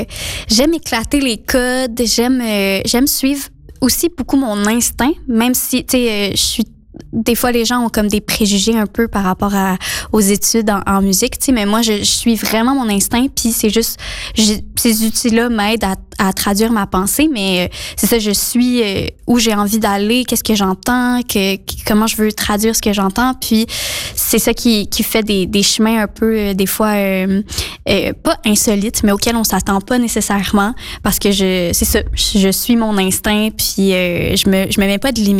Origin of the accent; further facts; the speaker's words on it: Montreal, Quebec, Canada; je viens de Montréal.